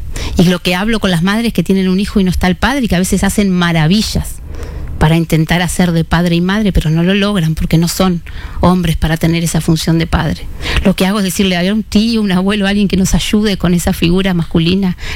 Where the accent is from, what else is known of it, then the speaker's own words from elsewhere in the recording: Colonia, Uruguay; no pudo venir a estudiar a Montevideo, nosotros somos de Colonia.